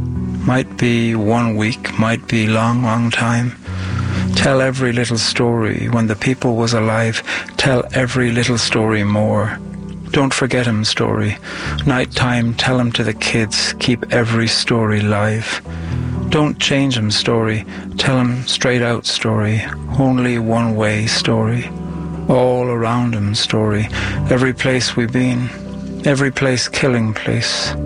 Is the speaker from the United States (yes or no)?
no; Ireland; I'm from Ireland and I'm a poet.